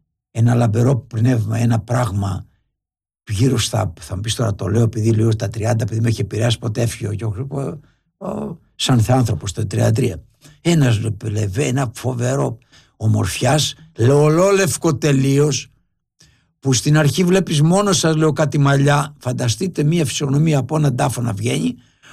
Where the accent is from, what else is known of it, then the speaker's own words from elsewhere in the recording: Egklouvi, Ionian Islands, Greece; όπως είναι από το χωριό μου τώρα με εγκλουβί, που έλεγα και χθες, βγάζουμε και τη φοβερή φακή εγκλουβής